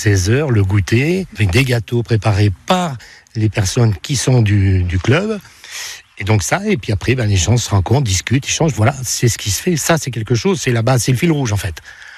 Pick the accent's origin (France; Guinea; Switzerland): France; La Mure, Auvergne-Rhône-Alpes; Alors, c'est vrai que je suis plutôt natif de la Mure, et c'était soit le Valbonnet, mais le Valbonnet, il n'y avait pas trop de possibilités, et sur le Beaumont